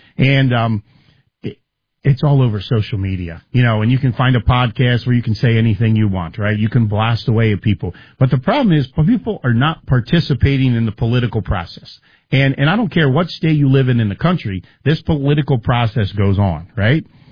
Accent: East Coast, United States; No, I'm from the East Coast.

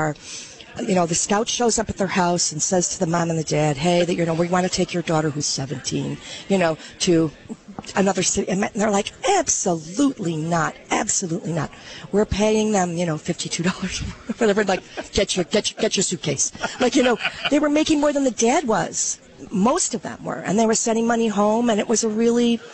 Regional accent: Chicago, Illinois, United States; I'm from the Chicagoland area

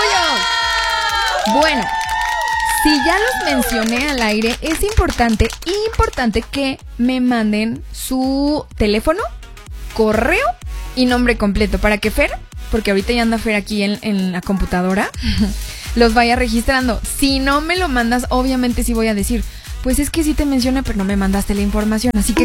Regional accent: Mexico; nosotros los mexicanos

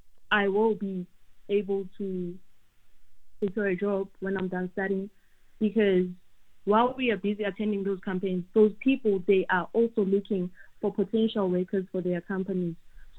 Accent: Klerksdorp, North West, South Africa; Well, I come from a very small town, Klerksdorp. I come from Kanana, as in Klerksdorp in Northwest. So we don't have a lot of exposure to career fairs and all those things. It's just a small town from Ekasi.

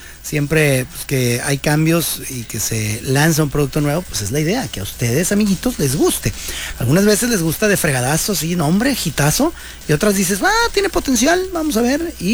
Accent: Mexico; nuestro deber como mexicanos

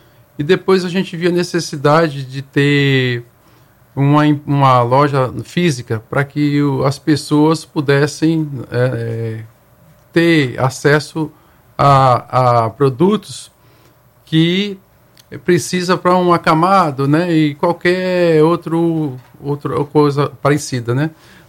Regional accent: Sergipe, Brazil; also born or lived in Santos; now in Alagoas, Brazil; que eu vim para cá, para Alagoas, que eu sou do estado de Sergipe, mas morava em Santos, né?

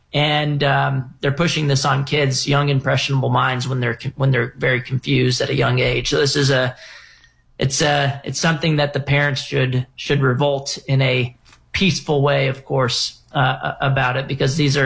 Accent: Texas, United States; like in my home state of Texas and other red states

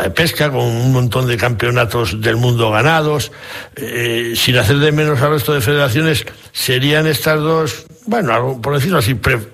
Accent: Castile and León, Spain; Yo soy zamorano.

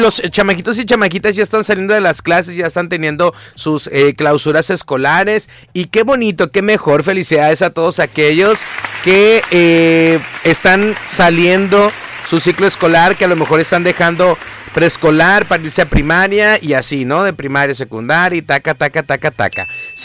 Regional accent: Mexico

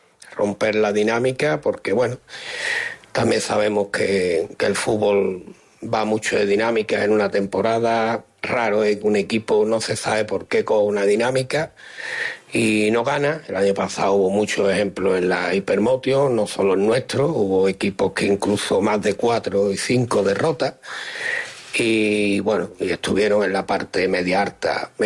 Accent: Spain; now in Ceuta, Spain; como español te llena de orgullo, y como caballa que me considero también

